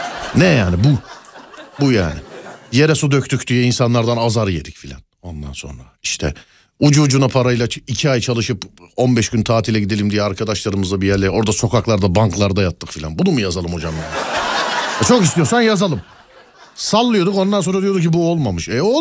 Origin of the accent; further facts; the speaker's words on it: Istanbul, Turkey; bir İstanbullu olarak